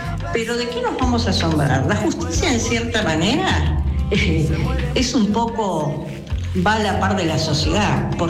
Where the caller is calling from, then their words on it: San Miguel, Argentina; de San Miguel.